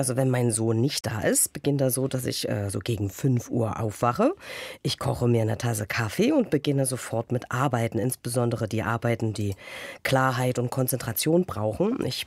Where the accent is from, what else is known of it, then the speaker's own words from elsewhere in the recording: Greiz, Thuringia, Germany; born there; Ich bin in Greiz geboren.